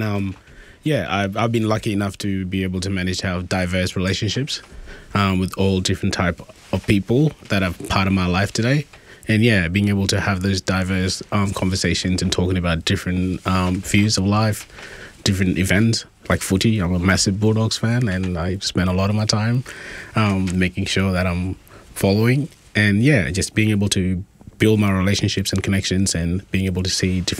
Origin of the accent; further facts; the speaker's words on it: South Sudan; now in Australia; And I think I reflect on myself as a South Sudanese, but I'm also Australian, and I'm a proud Australian also.